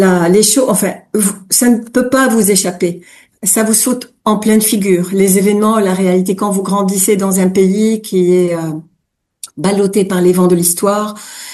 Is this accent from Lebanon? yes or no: yes; Lebanon; first language French and Arabic; c'était carrément notre première langue, en même temps que l'arabe. Hein, on dit que les Libanais parlent le franc-banais, un mélange de français et de libanais.